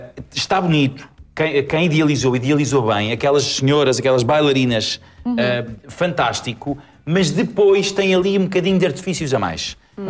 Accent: Portugal; Felizmente para nós que somos portugueses

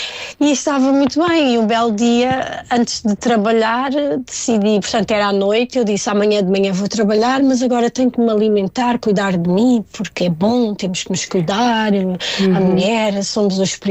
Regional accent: Portugal; moved away; mas mesmo porque eu às vezes penso em inglês, mas ainda sou portuguesa, não é?

